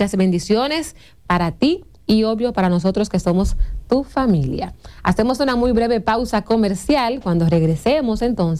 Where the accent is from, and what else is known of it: Dominican Republic